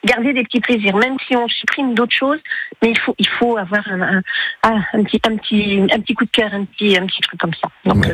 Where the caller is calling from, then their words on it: Nantes, Pays de la Loire, France; Je suis nantaise